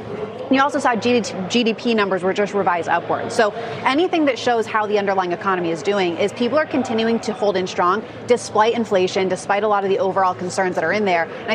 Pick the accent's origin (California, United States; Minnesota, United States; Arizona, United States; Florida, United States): California, United States; San Diego; born or raised there